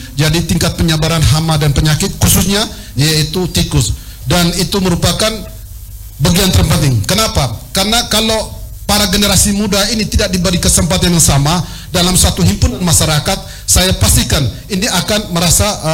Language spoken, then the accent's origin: Indonesian; Nuakota, Indonesia; Lebih spesifiknya di Desa Manulondo, kampung saya tercinta ini, yaitu Kampung Nuakota.